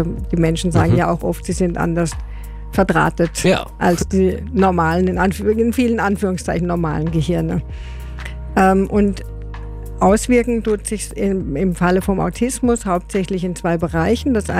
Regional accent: Germany; Also diese Erfahrung habe ich als Deutsche auch gemacht.

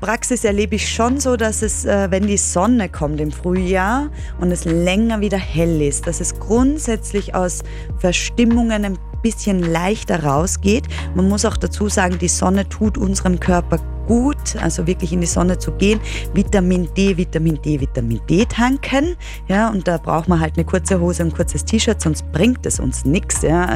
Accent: Lower Austria, Austria; Ich komme aus dem Waldviertel, ja.

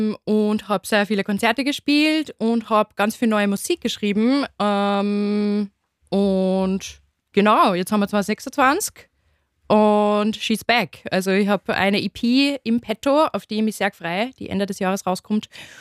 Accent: Upper Austria, Austria; ich bin auch voll für daheim in Oberösterreich, wo ich herkomme, bei meiner Fam

